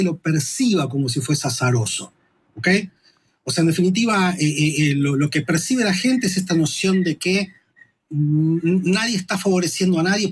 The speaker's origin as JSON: {"language": "Spanish", "country": "Argentina"}